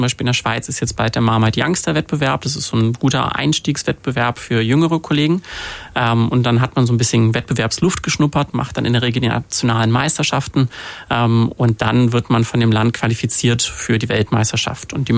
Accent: Cologne, North Rhine-Westphalia, Germany; Ich komme aus Köln.

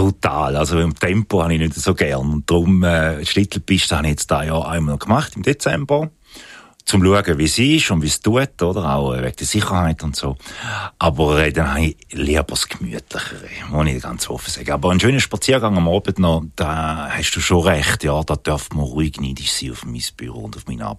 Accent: Appenzell Ausserrhoden, Switzerland; born there; Aber ich bin ein gebürtiger Ausseroder und arbeite jetzt im Innerrhodisch.

